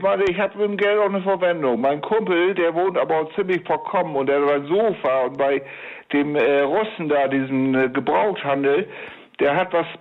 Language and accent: German; Bremerhaven, Bremen, Germany; now in Nordenham, Germany; ich bin in Bremerhaven groß geworden